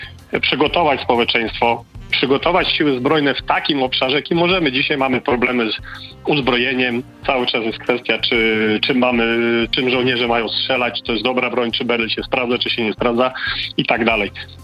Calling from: northern Poland, Poland; bo jestem z północy kraju

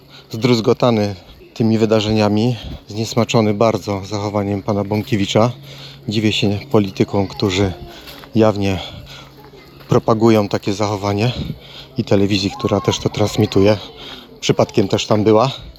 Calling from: Gliwice, Silesian Voivodeship, Poland; jestem z Gliwic.

